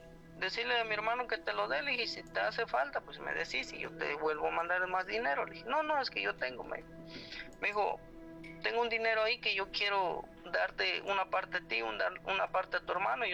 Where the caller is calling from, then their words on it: Guatemala; yo soy de Guatemala